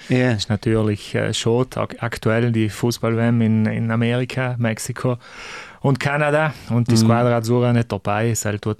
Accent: Bolzano, Trentino-Alto Adige, Italy; Also wir haben einen Nachbar gehabt in Bozen, wo ich aufgewachsen bin.

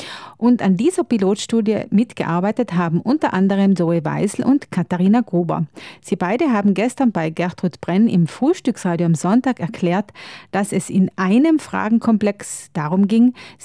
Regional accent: Trentino-Alto Adige, Italy; denn wir sind ja Südtiroler, etwas Eigenes, etwas Besonderes

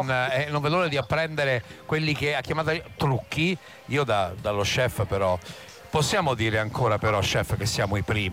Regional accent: Calabria, Italy; perché io essendo calabrese, io avendo fame per contratto

